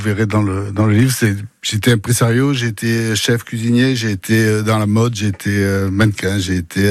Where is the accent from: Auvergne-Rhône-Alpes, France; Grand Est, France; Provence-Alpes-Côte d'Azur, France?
Provence-Alpes-Côte d'Azur, France; Marseille; Et moi, pur Marseillais, né à Marseille, bien sûr.